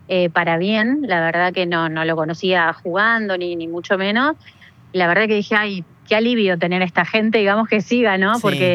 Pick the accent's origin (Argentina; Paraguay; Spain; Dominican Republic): Argentina; Entonces, como todo lo que era argentinidad estaba donde estábamos los argentinos.